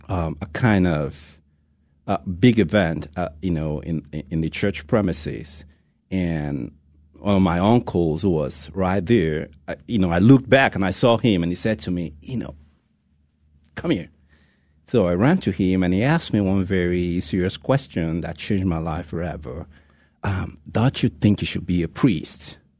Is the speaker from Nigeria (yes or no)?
yes; Nigeria; moved away; I am from Nigeria. Mm-hmm. And from the beginning, yes, I grew up in the faith in a very Catholic family.